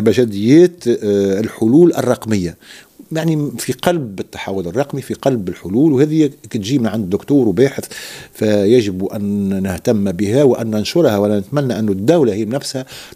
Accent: Tunisia; أنا كمواطن تونسي

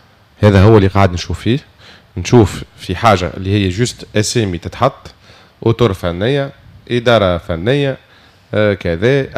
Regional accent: Tunisia; نحن عندنا في تونس

